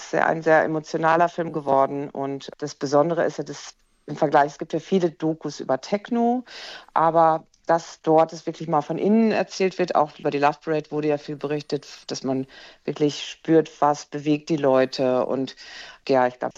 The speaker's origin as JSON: {"language": "German", "region": "North Rhine-Westphalia", "country": "Germany", "moved": "yes", "said": "Ich komme ursprünglich irgendwie aus Nordrhein-Westfalen"}